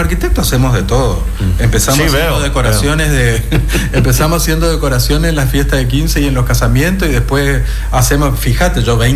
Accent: Corrientes, Argentina; born there; moved away as an adult; now in Resistencia, Argentina; Yo soy nacido de Corrientes, lo que pasa es que a esta altura ya me considero más chaqueño

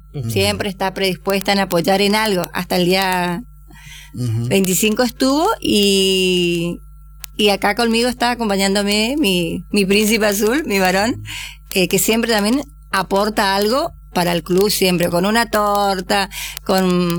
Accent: Santa Lucía, Corrientes, Argentina; now in Corrientes, Argentina; Yo soy de Santa Lucía, un paraje llamado Cruz de los Milagros.

